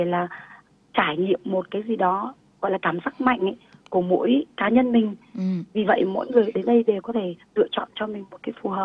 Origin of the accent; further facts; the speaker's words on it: Da Lat, Lâm Đồng, Vietnam; Chị sinh ra và lớn lên ở Đà Lạt. Nhưng mà làm du lịch thì được 18 năm rồi.